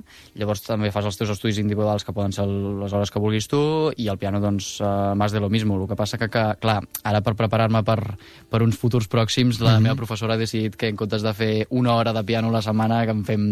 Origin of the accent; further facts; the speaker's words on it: Montblanc, Catalonia, Spain; al lloc on estava més còmode, que en el meu cas doncs, era Montblanc, no? El meu poble de la meva vida, es pot dir.